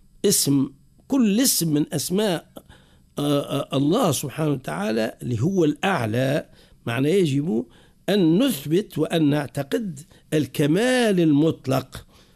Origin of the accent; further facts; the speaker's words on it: Tunisia; احنا عندنا في تونس